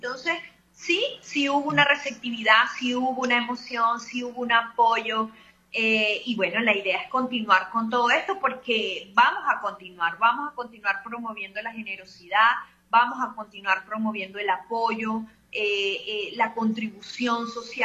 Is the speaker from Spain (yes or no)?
no; Venezuela; Y eso es lo que todos como venezolanos vamos a continuar haciendo.